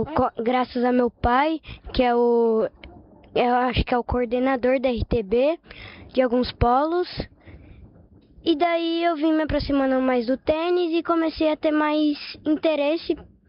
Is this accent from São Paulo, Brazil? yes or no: yes; Cotia, São Paulo, Brazil; Sou de Cotia.